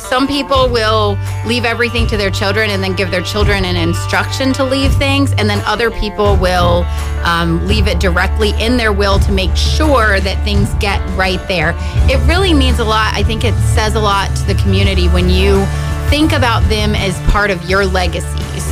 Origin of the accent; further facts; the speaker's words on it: Maryland, United States; born there; We're newbies downtown, but not newbies to the shore. We've lived here since I was 7 and my sister was 2.